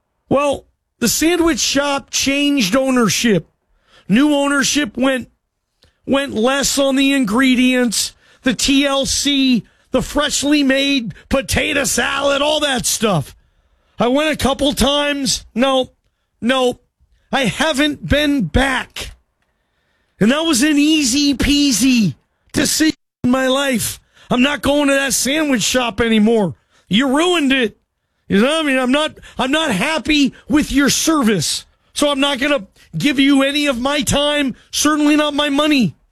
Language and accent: English; Seattle, Washington, United States; also born or lived in Idaho; And grew up a huge Seattle Seahawks fan. I'm from Seattle.